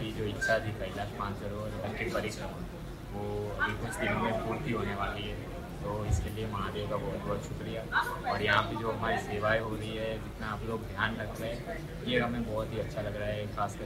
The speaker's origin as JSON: {"language": "Hindi", "region": "Gujarat", "country": "India", "said": "मैं गुजरात से आया हूँ"}